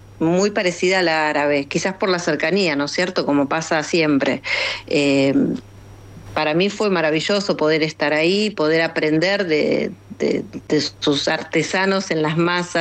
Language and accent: Spanish; Argentina; viste cómo somos los argentinos